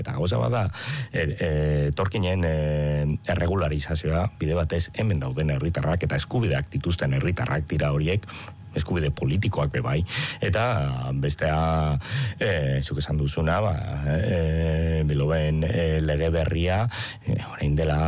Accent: Basque Country, Spain; Sortez edo zoritxarrez, ni bizkaitarra naiz

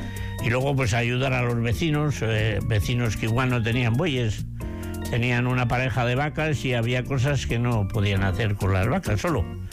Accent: Amurrio, Basque Country, Spain; born there; Bueno, el caserío Irabien en Amurrio. yo fui la cuarta generación de … nacidos en aquel caserío, y mi hijo también nació en Amurrio

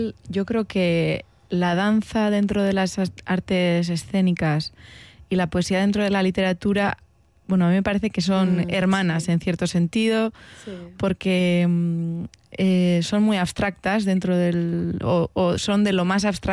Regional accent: Basque Country, Spain; Que de estar en contra somos los vascos

